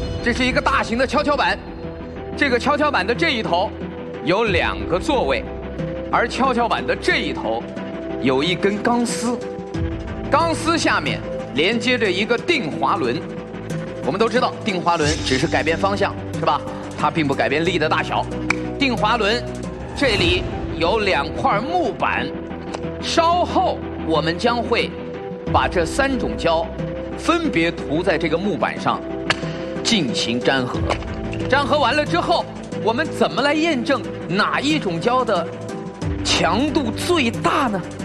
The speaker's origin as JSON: {"language": "Chinese", "region": "Sichuan", "country": "China", "said": "作为四川人，哎，经常吃火锅儿，你应该晓得噻，这是啥子？"}